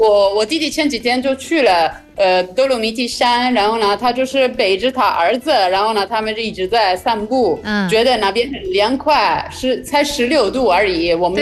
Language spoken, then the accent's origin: Chinese; Italy; Chinese is a second language